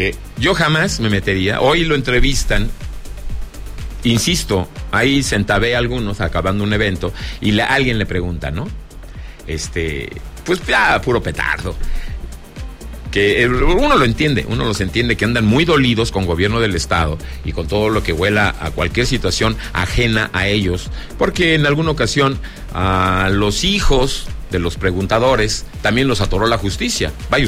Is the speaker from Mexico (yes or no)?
yes; Zacatecas, Mexico; en mi tierra Zacatecas